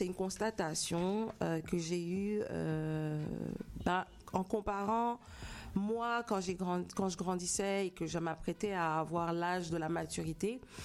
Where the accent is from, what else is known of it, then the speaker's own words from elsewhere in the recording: Guadeloupe, France; Ben parce que, en fait, moi, ben, je viens de la Caraïbe. Et forcément, quand tu dis que tu viens de la Caraïbe et que tu as envie de faire de la musique, surtout quand tu as grandi en Guadeloupe